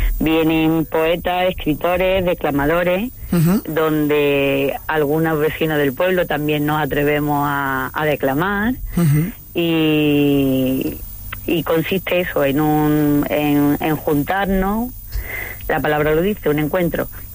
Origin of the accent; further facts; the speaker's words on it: Macharaviaya, Andalusia, Spain; Yo sé que Benaque es una pedanía de Macharabiaya, pero yo nunca digo soy de Macharabiaya, le digo soy de Benaque